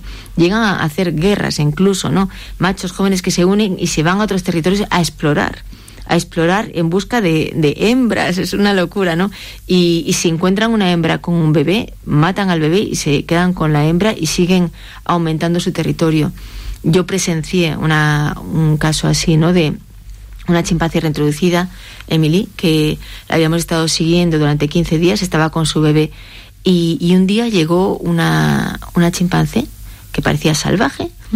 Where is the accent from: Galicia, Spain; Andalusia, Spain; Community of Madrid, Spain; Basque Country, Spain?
Galicia, Spain; Yo soy gallega, ¿no? los gallegos estamos en Galicia, bueno, yo no estoy en Galicia ahora, pero tenemos un, no tengo mucho acento, pero yo antes tenía acento.